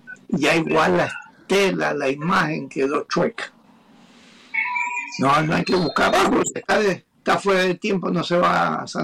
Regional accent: Guayaquil, Guayas, Ecuador; Yo soy de Guayaquil, a mucha honra. No soy guayaco solamente, Guayaquil, de la provincia de Guayas

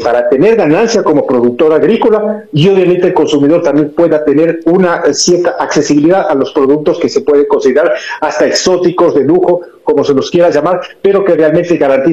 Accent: Tungurahua, Ecuador; Aquí yo no me voy a poner como tungurahuense, sino como ecuatoriano.

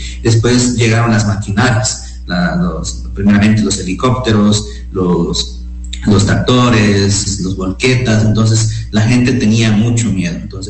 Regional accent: Sucumbíos, Ecuador; nosotros como pueblos ecuatorianos y peor como pueblos amazónicos.

